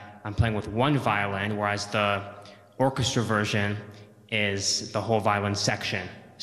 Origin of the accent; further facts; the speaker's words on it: New York, United States; All right, and I'm from New York, and this is my fourth summer in Stanton at the festival